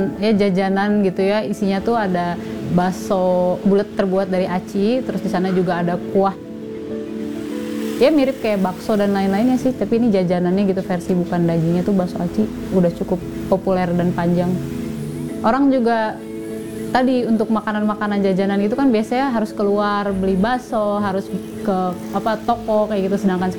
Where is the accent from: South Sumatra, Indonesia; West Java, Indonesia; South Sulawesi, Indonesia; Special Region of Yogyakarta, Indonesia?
West Java, Indonesia; Cimahi; kalau kerja saya di Cimahi. Karena Cimahi ini juga kota kelahiran saya gitu ya.